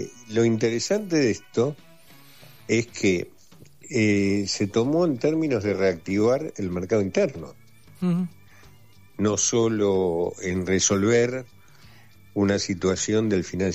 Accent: Argentina; particularmente en Argentina, que tenemos los jubilados poniéndose de hambre hoy.

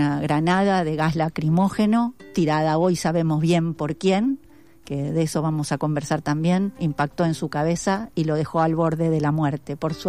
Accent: Remedios de Escalada, Buenos Aires Province, Argentina; moved away; yo sí soy escaladiense desde nacimiento. Viví toda mi vida exactamente a la vuelta de donde ahora vive Pablo, hasta que me mudé

